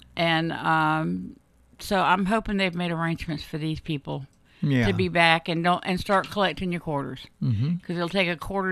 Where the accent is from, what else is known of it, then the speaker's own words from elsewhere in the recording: Orange Park, Florida, United States; born there; moved away; That's what was in Orange Park when I was in Orange Park.